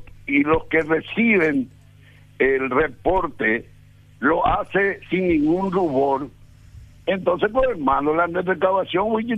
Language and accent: Spanish; Paraguay; Como colorado y como más como paraguayo, como colorado.